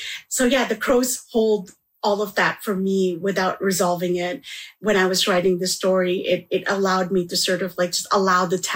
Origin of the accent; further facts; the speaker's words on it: Manitoba, Canada; And so growing up in Manitoba, those landscapes became very much part of how I see things.